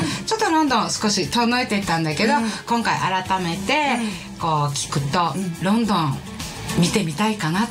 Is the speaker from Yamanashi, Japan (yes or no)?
no; Muroran, Hokkaido, Japan; moved away; 自分がやっぱり生まれ育った湖前水